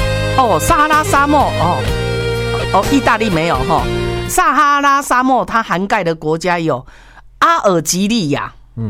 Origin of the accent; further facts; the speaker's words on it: Taiwan; 我们台湾人